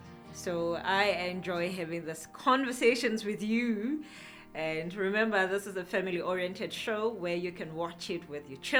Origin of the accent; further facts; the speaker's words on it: Mafeteng, Mafeteng District, Lesotho; I want to say hello to Mafeteng Maftown. That's my hometown.